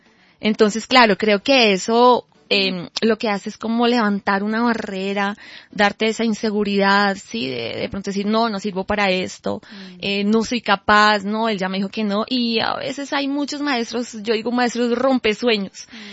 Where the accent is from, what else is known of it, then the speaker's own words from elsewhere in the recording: Bogotá, Colombia; a pesar de que soy cachaca, quizás a los cachacos no a todos se les da lo del movimiento